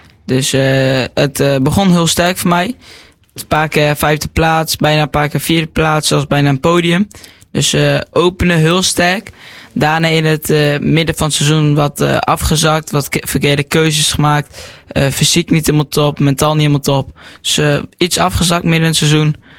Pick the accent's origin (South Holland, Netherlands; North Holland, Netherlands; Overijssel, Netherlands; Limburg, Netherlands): Overijssel, Netherlands; Nijverdal; Ik kom uit Nijverdal.